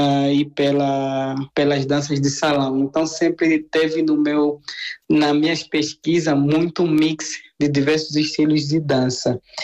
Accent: Angola; moved away as an adult; now in Brazil; Que eu sou angolano, sou um residente no Brasil há caminho de 14 anos já, e agora também naturalizado brasileiro

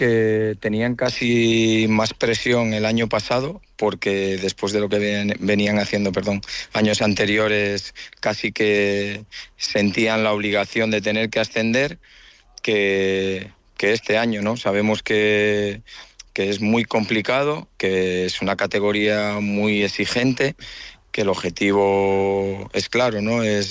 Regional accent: Santander, Cantabria, Spain

